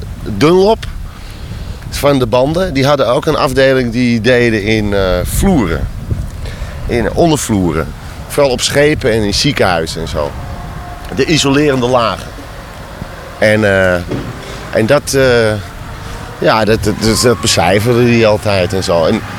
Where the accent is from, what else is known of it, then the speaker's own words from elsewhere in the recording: Amsterdam, North Holland, Netherlands; dat gold voor mij, nou wel op een andere manier natuurlijk, maar ook een beetje als Amsterdammer.